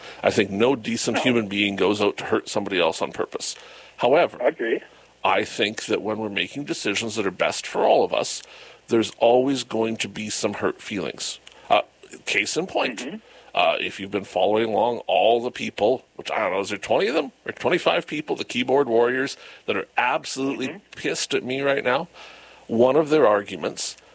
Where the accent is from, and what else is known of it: Canada